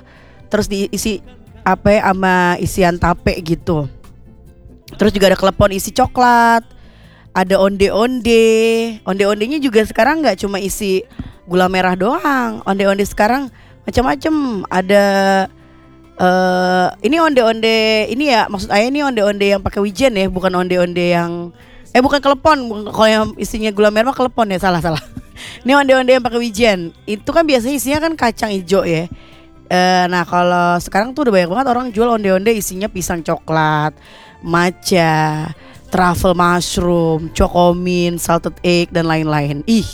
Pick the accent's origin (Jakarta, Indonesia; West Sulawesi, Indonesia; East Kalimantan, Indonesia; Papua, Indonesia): Jakarta, Indonesia; orang kita Betawi punya kue namanya kue geplak